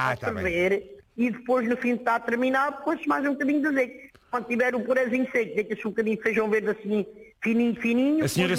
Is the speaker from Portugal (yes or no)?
yes; Resgais, Portugal; born there; Parceiros São João, que é onde eu estou. Resgais, que é a minha terra onde eu nasci.